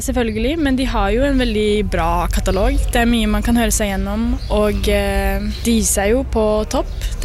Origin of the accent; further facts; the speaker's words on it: Oslo, Norway; Jeg har vokst opp I Oslo